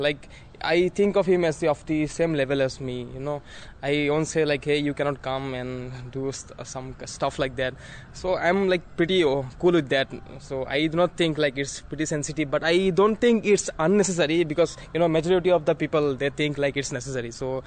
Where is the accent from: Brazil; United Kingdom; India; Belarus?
India; Guwahati, Assam; I am here from Royal Awas, Guwahati.